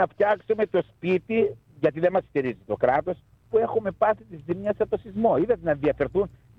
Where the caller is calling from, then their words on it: Samos, North Aegean, Greece; Μ' αφορά ο τόπος μου να πηγαίνει ο Σαμιώτης καλά, να πηγαίνει η πατρίδα μου καλά.